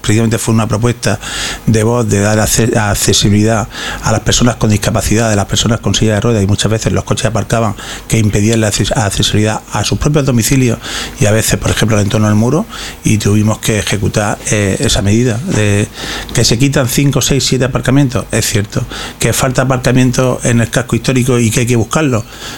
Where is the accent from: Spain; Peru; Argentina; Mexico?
Spain